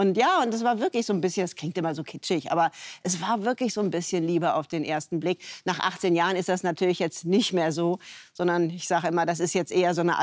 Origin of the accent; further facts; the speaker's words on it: Rhineland, Germany; Dieser leicht anarchische Streak, den habe ich da als Rheinländerin durchaus wiedergefunden.